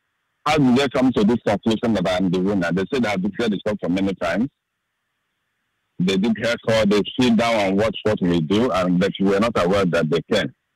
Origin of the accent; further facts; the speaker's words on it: Nigeria; now in Footscray, Australia; I'm from Nigeria. I live in Footscray.